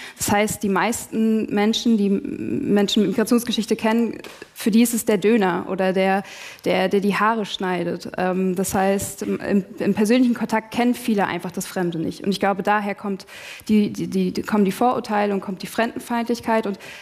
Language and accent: German; East Germany, Germany; ich habe jetzt eine Meinung, ich bin Ostdeutsche und ich muss das ein bisschen mehr in den Vordergrund stellen und für ostdeutsche Interessen kämpfen.